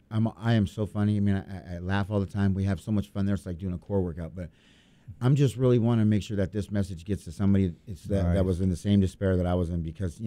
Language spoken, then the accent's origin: English; Lake Havasu City, Arizona, United States; I'm from Lake Havasu.